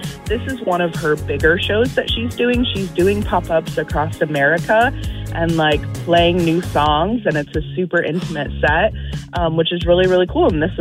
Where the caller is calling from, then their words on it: Champaign, Illinois, United States; I am currently in Champaign, headed to work.